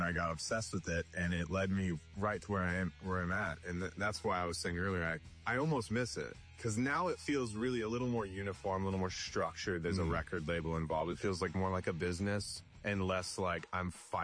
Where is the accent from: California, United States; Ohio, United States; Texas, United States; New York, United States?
Texas, United States; I grew up in Texas, and I had taken a job offer in Fort Wayne, Indiana